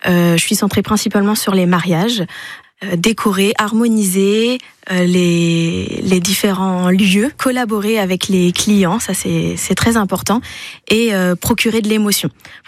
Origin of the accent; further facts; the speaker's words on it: Pays de la Loire, France; j'ai 37 ans. Je suis Sartoise, maman de deux enfants. J'habite à Savigné-l'Évêque.